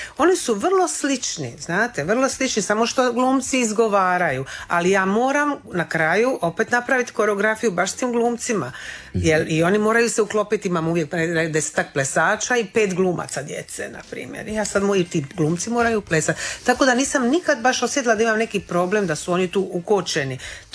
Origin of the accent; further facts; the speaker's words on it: Croatia; kod nas u Hrvatskoj